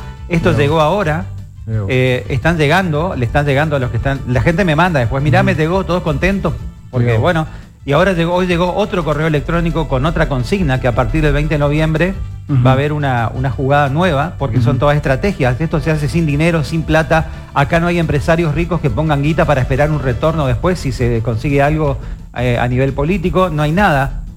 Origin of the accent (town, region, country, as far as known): Argentina